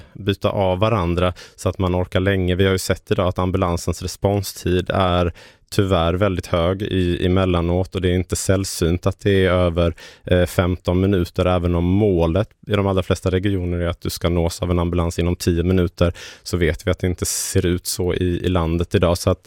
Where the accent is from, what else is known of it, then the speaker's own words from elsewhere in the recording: Sölvesborg, Blekinge, Sweden; Jag blev inbjuden till en festival hemma i Sölvesborg för någon vecka sedan